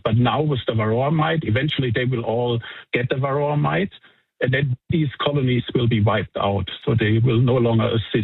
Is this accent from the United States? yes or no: no; Germany; Because I'm from Europe, from Germany originally, and I already was aware quite a while ago about the problem that varroa mites are causing to, you know, the bee industry in Europe and all around the world.